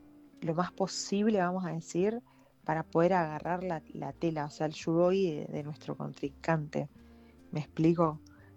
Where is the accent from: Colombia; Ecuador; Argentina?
Argentina